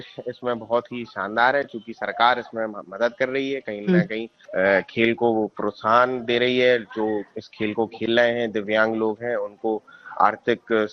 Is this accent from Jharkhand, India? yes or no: no; Jhansi, Uttar Pradesh, India; मैं झांसी का रहने वाला हूँ